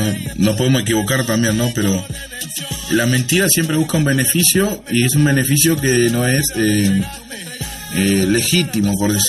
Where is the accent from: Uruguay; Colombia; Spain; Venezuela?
Uruguay